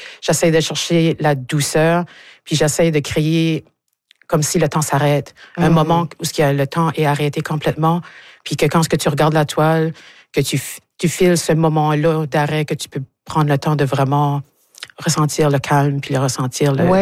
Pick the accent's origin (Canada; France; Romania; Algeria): Canada; Shippagan, New Brunswick; moved away as an adult; now in Moncton, Canada; Moi, je suis originaire de Chipagan.